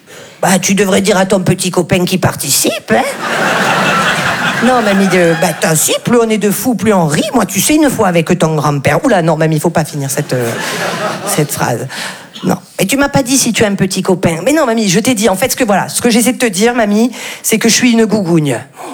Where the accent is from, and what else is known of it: France